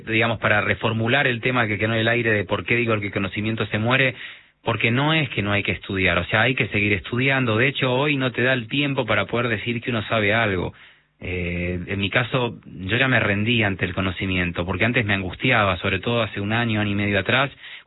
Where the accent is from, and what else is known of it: Argentina; accent: Argentine